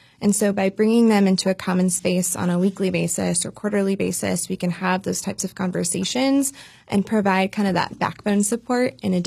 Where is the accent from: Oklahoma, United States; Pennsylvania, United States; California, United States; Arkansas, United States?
Oklahoma, United States; moved away as an adult; now in Chatham County, North Carolina, United States; I'm originally from Oklahoma and getting to pull from my rural knowledge of where I grew up and where my husband grew up.